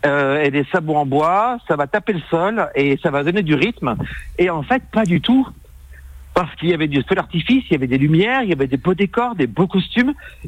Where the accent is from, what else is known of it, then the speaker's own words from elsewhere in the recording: Grenoble, Auvergne-Rhône-Alpes, France; now in Allier, France; moi, je suis grenoblois. Je suis arrivé dans l'Allier en 96.